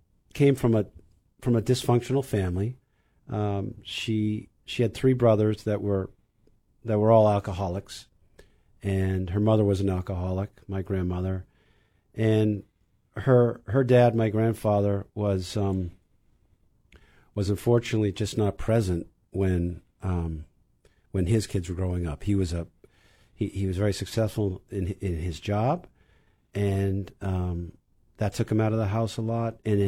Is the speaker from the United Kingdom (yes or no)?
no; Burlington, Vermont, United States; now in Wellesley, United States; I grew up in Burlington, Vermont.